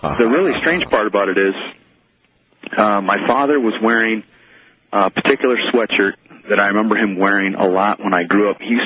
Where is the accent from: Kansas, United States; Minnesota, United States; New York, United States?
Minnesota, United States; now in Colorado Springs, United States; Just to give you a little bit of background, I grew up in a small town in Minnesota.